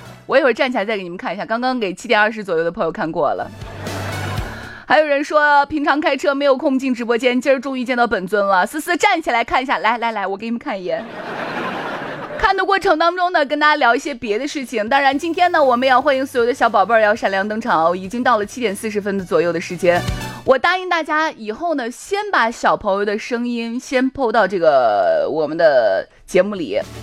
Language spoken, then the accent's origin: Chinese; Xi'an, Shaanxi, China; accent: Chang'an County dialect; 我正宗长安县人，你说我长安县方言不地道？笑话。我小时候经常因为普通话方言味太重而被那个同学揶揄。